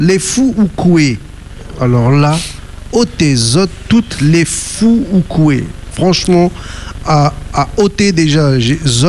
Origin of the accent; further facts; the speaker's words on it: Réunion; C'est pour ça que je suis réunionnais, parce que j'aime la moukat, moi.